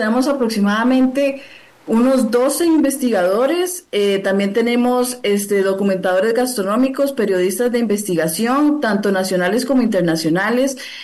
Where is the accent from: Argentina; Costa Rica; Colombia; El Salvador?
Costa Rica; Yo soy investigadora gastronómica y no soy de Ecuador, soy de Costa Rica.